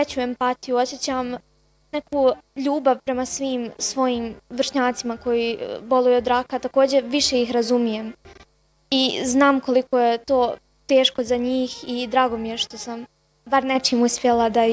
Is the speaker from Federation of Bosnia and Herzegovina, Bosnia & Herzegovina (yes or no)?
no; Vlasenica, Republika Srpska, Bosnia & Herzegovina; Iz osnovne škole došla sam iz Vlasenice.